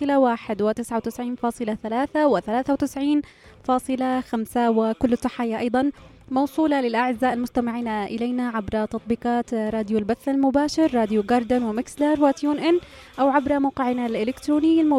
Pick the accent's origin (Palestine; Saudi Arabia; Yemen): Yemen; بلادنا الحبيبة اليمن